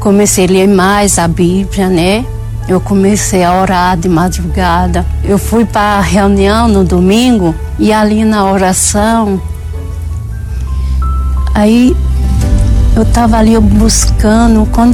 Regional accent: Pernambuco, Brazil; Eu não sou daqui, sou do Pernambuco. E lá já era muito difícil a situação. Eu passei muita necessidade. Depois eu fui para o Recife morar com a minha mãe, trabalhar em casa de família.

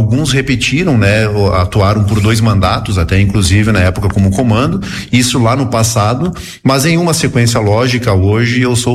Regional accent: Farroupilha, Rio Grande do Sul, Brazil; Eu sou natural de Farroupilha, nasci, como eu disse, aqui em Farroupilha, tenho minhas raízes aqui na cidade

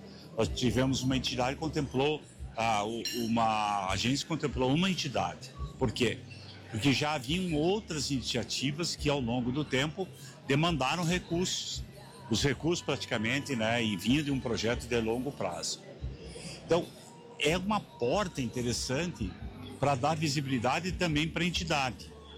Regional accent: Brazil; nós, enquanto brasileiros

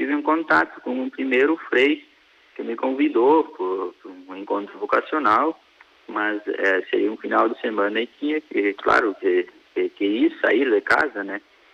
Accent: Marau, Rio Grande do Sul, Brazil; ali na comunidade Santo Agostinho, onde eu nasci aqui em Marau

